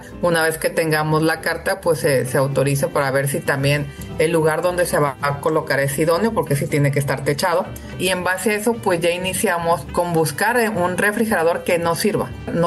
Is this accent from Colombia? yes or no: no; Guasave, Sinaloa, Mexico; moved away; Yo soy de Guasave, Sinaloa, y yo siempre quise hacer algo allá en mi pueblo, como digo yo.